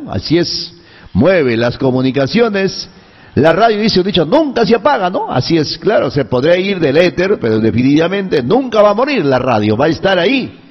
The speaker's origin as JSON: {"language": "Spanish", "country": "Peru"}